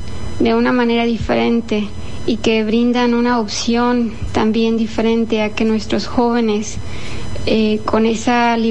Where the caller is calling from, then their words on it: Canada; vivo en Canadá.